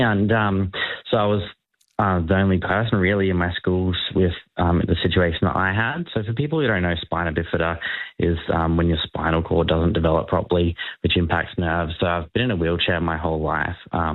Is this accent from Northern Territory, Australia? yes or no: no; Sunshine Coast, Queensland, Australia; growing up on the Sunshine Coast